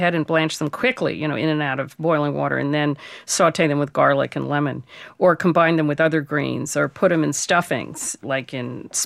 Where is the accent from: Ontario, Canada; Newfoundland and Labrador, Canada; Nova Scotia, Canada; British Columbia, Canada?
Ontario, Canada; Kitchener; I'm from Kitchener, Ontario, Canada.